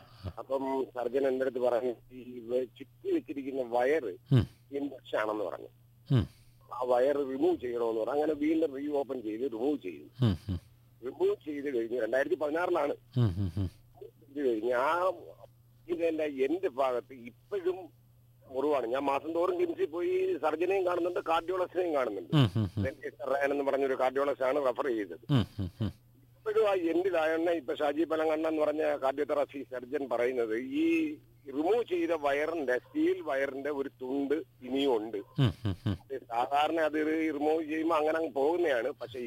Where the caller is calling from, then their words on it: Ernakulam, Kerala, India; അതെ, ഞാൻ എറണാകുളത്തുനിന്നാണ്.